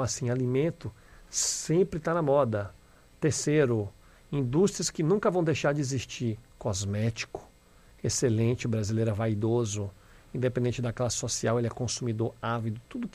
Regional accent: Northeast Region, Brazil; Eu danço em casa com minha filha forró, que eu sou nordestino.

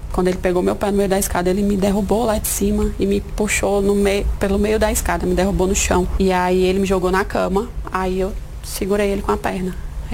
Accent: Fortaleza, Ceará, Brazil; Eu fico me perguntando, nossa, eu saí de Fortaleza pra cá pra tentar ter uma vida melhor e aí acontece isso comigo.

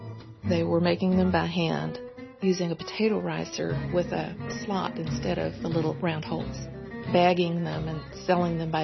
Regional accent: Dallas, Texas, United States; I grew up here in Dallas, and … the founder of the Frito Company.

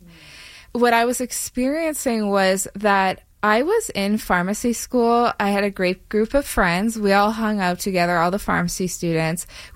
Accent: Western Canada, Canada; moved away; I'm from Canada, Western Canada, so I was studying up there.

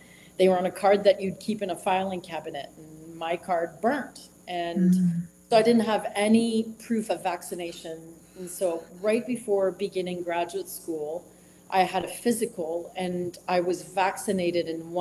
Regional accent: Canada; And I grew up in Canada and did my undergraduate studies in Ottawa, Ontario.

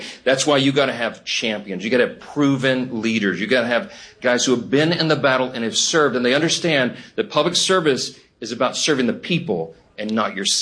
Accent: Louisiana, United States; When I grew up in Louisiana, I scarcely knew a Republican.

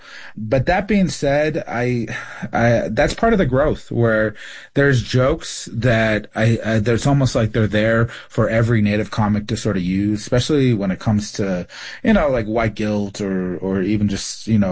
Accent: Phoenix, Arizona, United States; also born or lived in Vanderweg, New Mexico; I grew up in living in Phoenix, and then for winters and summers, I'd go back with my mom up in Vanderweg, New Mexico, and just live out there on the res.

